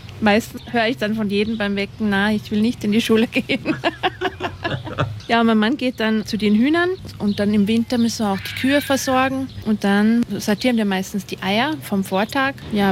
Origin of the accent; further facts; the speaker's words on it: St. Johann im Pongau, Salzburg, Austria; Ich selber bin aus St. Johann und habe die Tourismusschule in Bischofshofen besucht